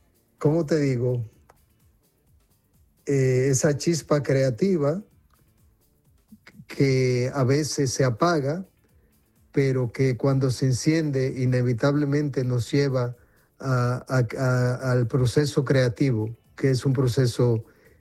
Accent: Salcedo, Hermanas Mirabal, Dominican Republic; en un grupo en mi ciudad natal de Salcedo

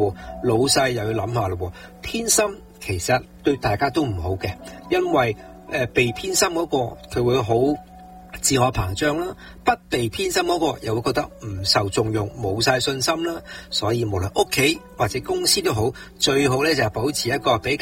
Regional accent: China; 我们中国人这个说话骑牛搵马真的很好用

